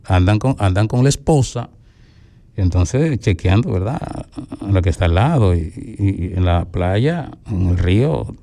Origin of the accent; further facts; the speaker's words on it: Dominican Republic; cómo somos los dominicanos machistas.